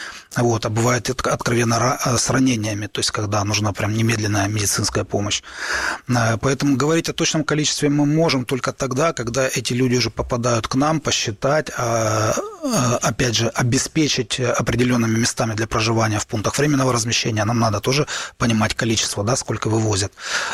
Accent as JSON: {"language": "Russian", "town": "Kharkiv", "region": "Kharkiv Oblast", "country": "Ukraine", "said": "Но я прекрасно осознаю, как харьковчанин, зная эту территорию"}